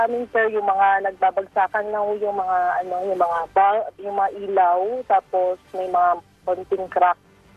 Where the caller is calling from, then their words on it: Alabel, Soccsksargen, Philippines; dito sa amin sa Alabel